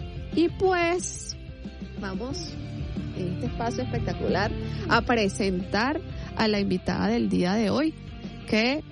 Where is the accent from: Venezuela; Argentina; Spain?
Venezuela